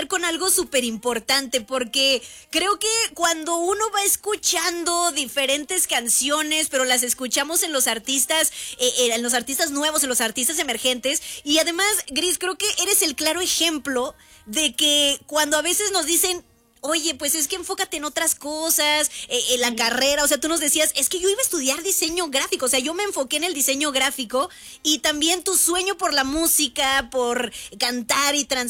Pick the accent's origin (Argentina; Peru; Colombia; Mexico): Mexico